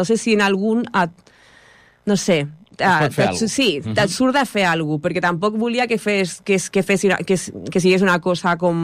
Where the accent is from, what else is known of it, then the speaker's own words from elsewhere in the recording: Ripollet, Catalonia, Spain; jo soc de Ripollet i no em moure de Ripollet